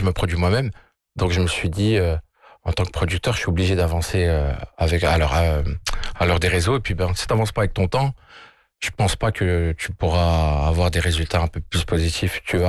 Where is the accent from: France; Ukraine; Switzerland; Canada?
France; moved away as an adult; now in Morocco; je suis originaire de France, j'ai grandi et né en France